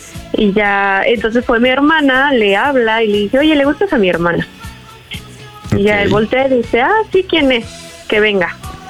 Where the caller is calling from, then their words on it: Cancún, Quintana Roo, Mexico; Tengo 25 y soy de Cancún.